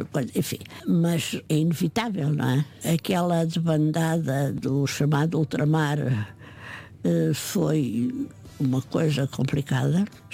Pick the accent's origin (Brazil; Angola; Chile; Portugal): Portugal; Guarda; born there; e também não nasci em Coimbra, nasci em Beira Alto, na Guarda.